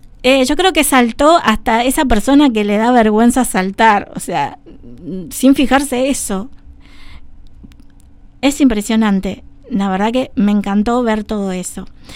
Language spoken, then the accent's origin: Spanish; General Rodríguez, Buenos Aires Province, Argentina; yo soy de Rodríguez.